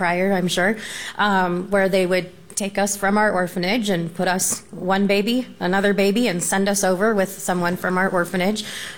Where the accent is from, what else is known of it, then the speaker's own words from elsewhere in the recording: Denver, Colorado, United States; I grew up in Denver, and I went to schools where I was the only person of color